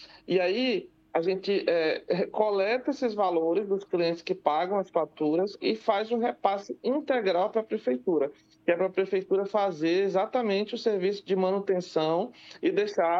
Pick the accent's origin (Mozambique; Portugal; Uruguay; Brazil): Brazil; Tabatinga, Amazonas; eu sou de Tabatinga